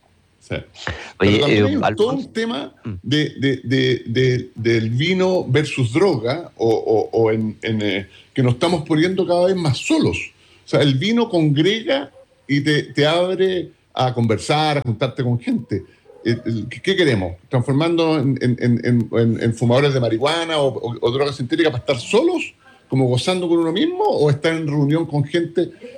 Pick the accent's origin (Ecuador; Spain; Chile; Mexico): Chile; como cualquier chileno que sale fuera de Chile